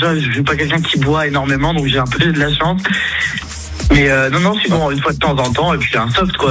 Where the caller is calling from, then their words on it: Brittany, France; Je suis de Mauréac, dans le Morbihan.